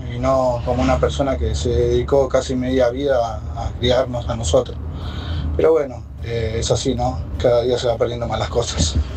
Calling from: Ciudad Evita, Buenos Aires Province, Argentina; de Ciudad Vita.

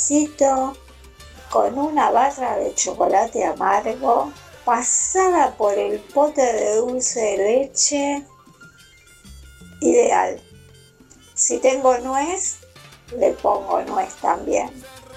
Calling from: Buenos Aires, Argentina; Buenas noches. De Villa del Parque.

